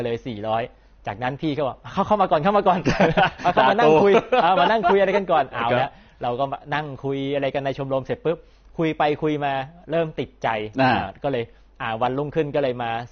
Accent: Buriram, Thailand; เกิดที่บุรีรัมย์โตที่บุรีรัมย

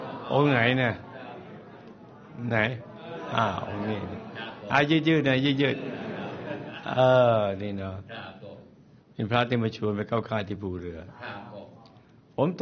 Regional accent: Nakhon Ratchasima, Thailand; ผมเนี่ยเป็นคนโคราชบ้านเอง

